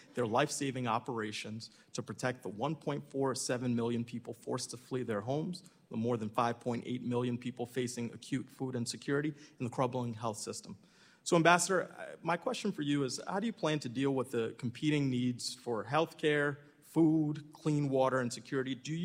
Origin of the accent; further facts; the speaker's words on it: Rhode Island, United States; In my home state of Rhode Island, over 1,700 Haitian TPS holders are facing this uncertainty and threat of violence.